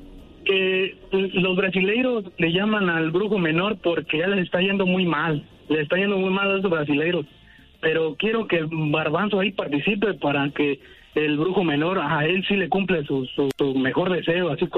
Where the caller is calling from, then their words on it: Mexicali, Baja California, Mexico; De acá de Mexicali, del Valle de Mexicali. ¡Ah! Saludos de Mexicali.